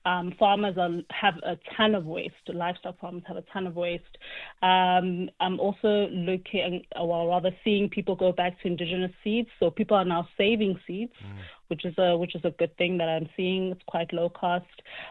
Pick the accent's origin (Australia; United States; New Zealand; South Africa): South Africa; Witbank, Mpumalanga; moved away; I'm from Witbank originally. I was born and bred there.